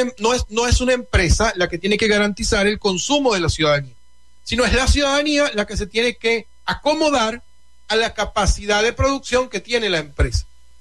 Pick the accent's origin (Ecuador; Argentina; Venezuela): Venezuela; los efectos climáticos que nos afectan como país, como venezolanos.